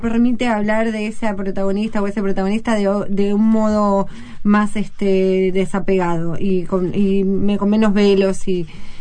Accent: Mar del Plata, Buenos Aires Province, Argentina; also born or lived in Morón; Yo no soy porteña, o sea, no nací en Morón, crecí en Mar del Plata

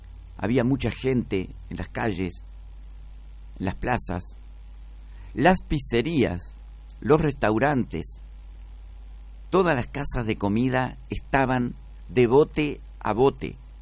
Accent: Uruguay; Nosotros como uruguayos, por apoyar al compatriota, hinchábamos también por Cruzeiro.

